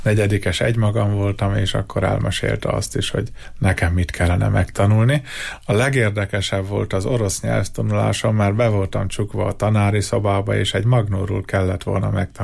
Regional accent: Jászberény, Jász-Nagykun-Szolnok, Hungary; Szüleim ott éltek, meg a nagyszüleim is Hajtán, Zömmel, mezőgazdasággal foglalkoztak, aztán 87-ben beköltöztünk Jászberénybe.

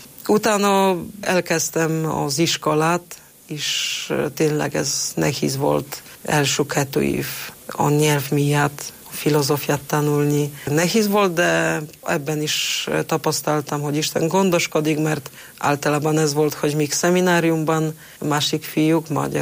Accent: Poland; Hungarian is a second language; moved away as an adult; now in Hungary; itt Magyarországon, amikor valaki hallja, hogy lengyel vagyok

